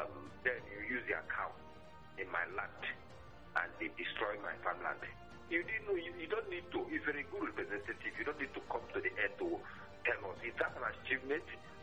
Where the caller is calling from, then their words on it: Nigeria; I'm calling you from Amma.